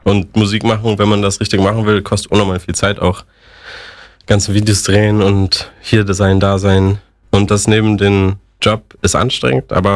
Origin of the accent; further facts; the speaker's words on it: Gladbach, North Rhine-Westphalia, Germany; Ich bin einfach der Typ aus Gladbach, ich chill mein Leben so